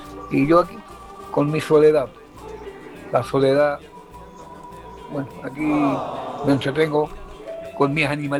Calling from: Viña del Mar, Valparaíso, Chile; de la Villa Independencia de Viña del Mar.

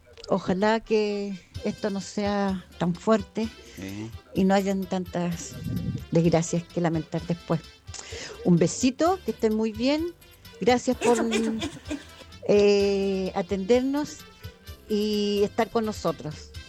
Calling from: Valparaíso, Chile; Llamo de aquí de Playa Ancha, Quinto Ampliación.

